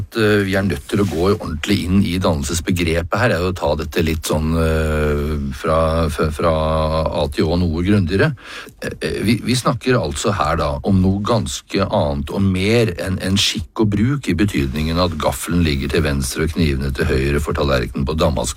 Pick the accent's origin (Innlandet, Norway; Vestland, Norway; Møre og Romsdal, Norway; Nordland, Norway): Innlandet, Norway; Grue; både du og jeg, vi kommer fra Grue i Solør